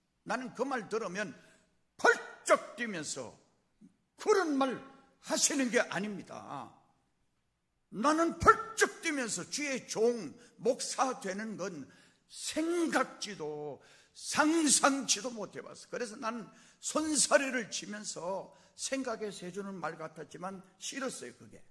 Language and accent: Korean; North Chungcheong, South Korea; moved away; also born or lived in Pohang; 제 고향은 또 바로 여기 대소면 송동이 제 고향이에요. 포항에서 안수를 받고 포항서 목회하고 포항서 작년 연말에 은퇴하고